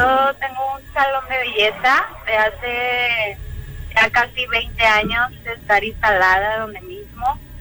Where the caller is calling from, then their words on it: Monterrey, Nuevo León, Mexico; Yo soy de Monterrey, Nuevo León.